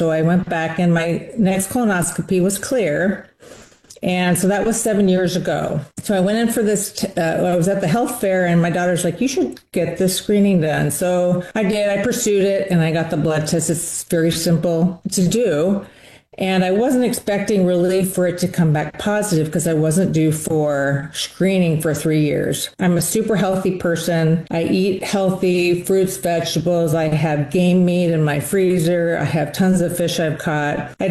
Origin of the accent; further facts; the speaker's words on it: Anchorage, Alaska, United States; I'm from Anchorage, Alaska. I'm a physician assistant. I work for the Department of Corrections here in Anchorage.